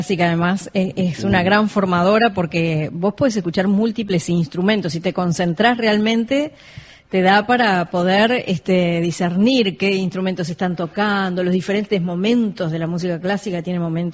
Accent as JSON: {"language": "Spanish", "country": "Uruguay", "said": "los del litoral tenemos la gran influencia del folclore argentino"}